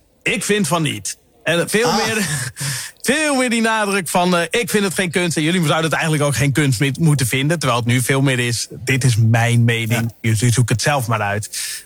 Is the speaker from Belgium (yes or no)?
no; Sneek, Friesland, Netherlands; Ik groeide op in Sneek, hè.